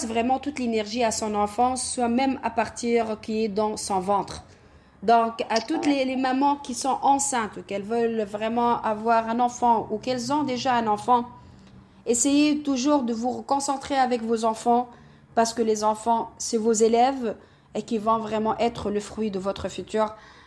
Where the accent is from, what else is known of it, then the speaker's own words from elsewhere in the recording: Montreal, Quebec, Canada; je suis vraiment très honorée d'être Montréalaise et je dis toujours, je suis Montréalaise.